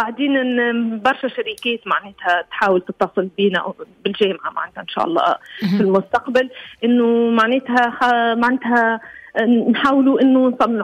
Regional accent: Sahline, Monastir Governorate, Tunisia; born there; also born or lived in Kairouan / Ouardanine; عشت سنوات طفولتي غادي، ومن بعدي انتقلنا للمسير وعشت في الوردانين، وبعد طوي استقرار تقريبا أكثر من 20 سنة في الساحلين بالضبط، و طول للطو معناتها نعيش فيها. وقريت في كما قلت لك القروين الوردانيين والساحلين، تخرجت من ليسي الساحلين

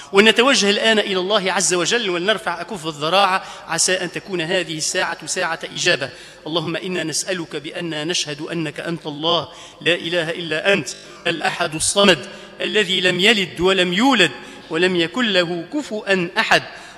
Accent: Tunisia; ونحن عندنا في تونس

